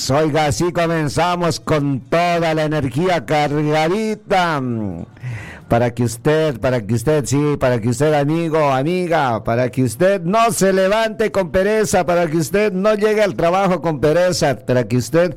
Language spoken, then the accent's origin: Spanish; Ecuador; música nacional de mi pueblo, música nacional de mi Ecuador.